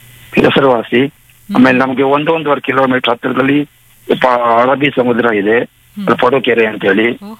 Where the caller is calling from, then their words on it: Kota, Karnataka, India; ನಾನು ಕೋಟದಿಂದ ಮಾತಾಡ್ತಾ ಇದ್ದೇನೆ. ನಾನು ಶಿವರಾಮ್ ಕಾರಂತರ ಜನಿಸಿದ ಊರು.